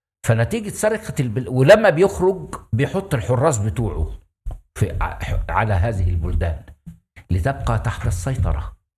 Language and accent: Arabic; Egypt; now in Cairo, Egypt; انا واحد من الريف اسكن في مصر لي 40 سنه او اكثر، اسكن في القاهره.